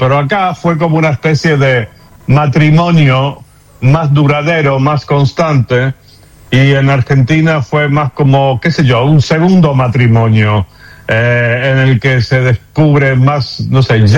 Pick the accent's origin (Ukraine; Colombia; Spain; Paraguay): Spain; Barcelona, Catalonia; ahora soy muy hincha de Barcelona. Barcelona es mi ciudad